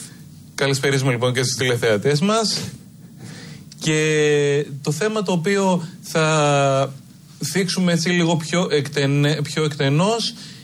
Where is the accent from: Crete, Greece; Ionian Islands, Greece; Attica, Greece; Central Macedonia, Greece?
Central Macedonia, Greece; Thessaloniki; γεννήθηκα το 1984 στην πόλη της Θεσσαλονίκης, στην οποία μεγάλωσε